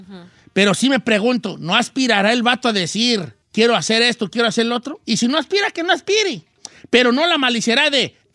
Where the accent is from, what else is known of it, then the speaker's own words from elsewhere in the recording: Sinaloa, Mexico; Pues soy chitan sinaloense